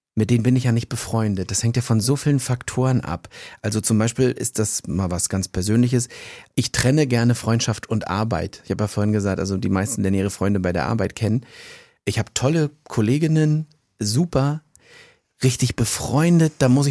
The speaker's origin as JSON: {"language": "German", "town": "Rostock", "region": "Mecklenburg-Vorpommern", "country": "Germany", "tie": "born or raised there"}